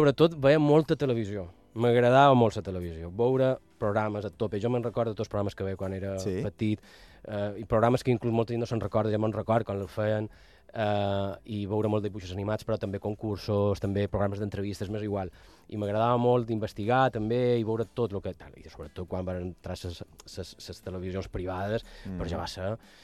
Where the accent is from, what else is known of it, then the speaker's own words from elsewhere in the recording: La Ràpita, Catalonia, Spain; Ah, sí, a la Ràpita. Som molt de la Ràpita.